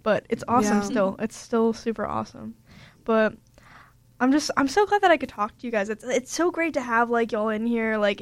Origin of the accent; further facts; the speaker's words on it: Sarasota, Florida, United States; moved away as an adult; now in Orlando, United States; because I'm from Sarasota